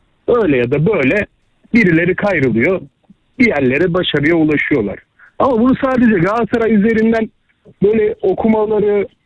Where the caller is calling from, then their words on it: Istanbul, Turkey; İstanbul'dan